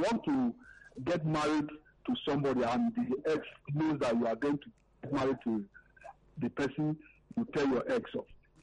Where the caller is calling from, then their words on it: Ikeja, Lagos, Nigeria; I'm calling from Ikeja.